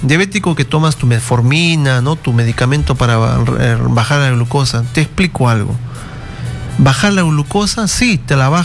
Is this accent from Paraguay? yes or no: no; Peru; todos somos peruanos acá.